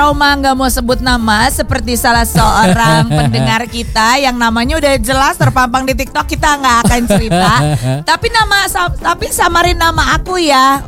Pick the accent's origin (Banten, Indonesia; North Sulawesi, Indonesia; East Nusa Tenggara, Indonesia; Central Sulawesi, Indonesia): North Sulawesi, Indonesia; Manado; gue Manado